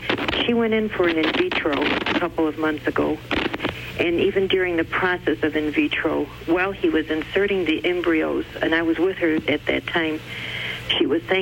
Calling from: North Tonawanda, New York, United States; North Tonawanda, New York.

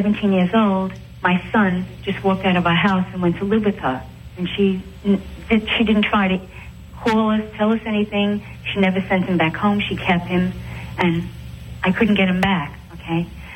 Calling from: Florida, United States

